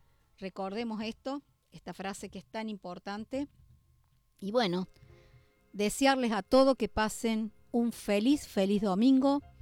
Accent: Argentina

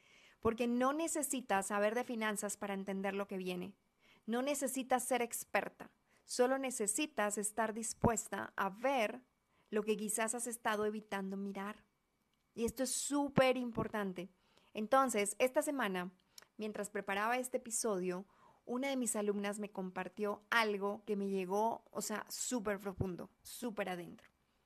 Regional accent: Colombia; now in Guadalajara, Mexico; colombiana, hoy vivo en Guadalajara, México

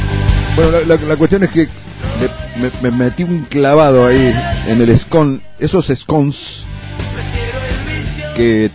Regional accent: San Rafael, Mendoza, Argentina; now in Alta Gracia, Argentina; soy de San Rafael Mendoza.

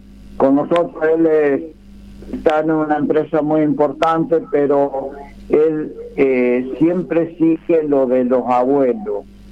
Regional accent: Marcos Paz, Buenos Aires Province, Argentina; Y nací, me crié en Marcos Paz

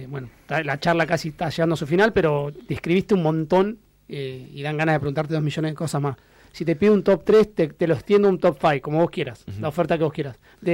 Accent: Argentina

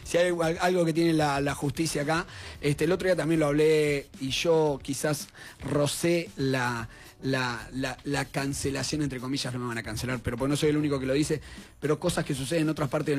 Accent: Argentina; now in La Pampa, Argentina; soy argentino

